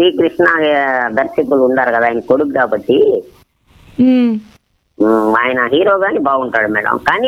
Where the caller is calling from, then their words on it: Nellore, Andhra Pradesh, India; నెల్లూరు. నెల్లూరు నుంచి